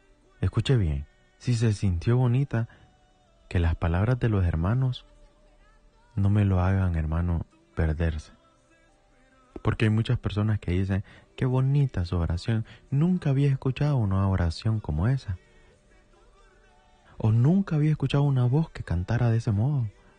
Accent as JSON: {"language": "Spanish", "town": "San Marcos de Colón", "region": "Choluteca", "country": "Honduras", "also_born_or_lived": "United States", "moved": "yes", "lives_now": "Tegucigalpa, Honduras", "said": "Bueno, soy de San Marcos de Colón. No es que era, soy de San Marcos de Colón."}